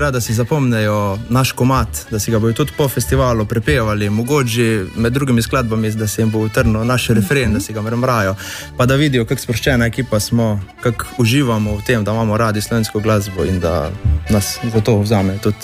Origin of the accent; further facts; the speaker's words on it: Carinthia, Slovenia; Prihajamo iz Koroške, torej mi smo ansambel